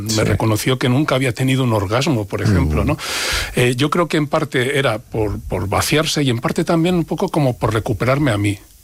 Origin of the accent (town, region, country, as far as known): Madrid, Community of Madrid, Spain; born there